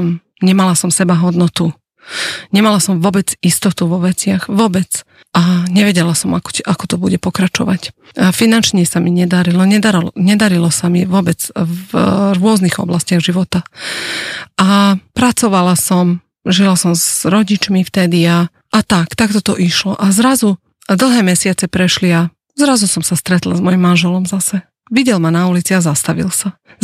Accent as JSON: {"language": "Slovak", "country": "Serbia", "moved": "as an adult", "lives_now": "Slovakia", "said": "A ja som vlastne … som zo Srbska a žila som tam takých 35 rokov a potom s manželom sme sa rozhodli, že prídeme tu na Slovensko."}